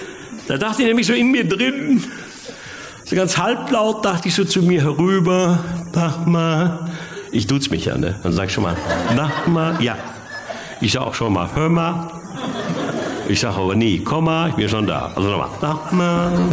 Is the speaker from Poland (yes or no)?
no; Bochum, North Rhine-Westphalia, Germany